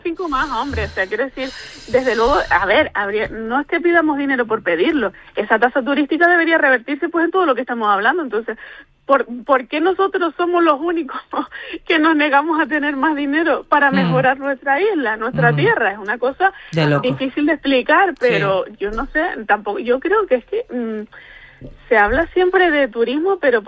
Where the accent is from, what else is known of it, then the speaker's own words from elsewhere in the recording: Lanzarote, Canary Islands, Spain; todos los lanzaroteños y lanzaroteñas